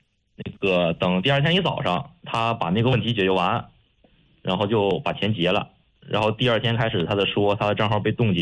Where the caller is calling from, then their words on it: Gaocheng, Hebei, China; 我是藁城这边。